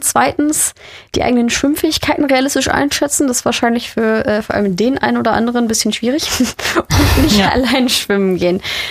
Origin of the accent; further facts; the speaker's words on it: Düsseldorf, North Rhine-Westphalia, Germany; Das kenne ich zum Beispiel auch noch aus meiner Heimat Düsseldorf, wo nämlich immer extrem davor gewarnt wurde, nicht im Rhein zu schwimmen.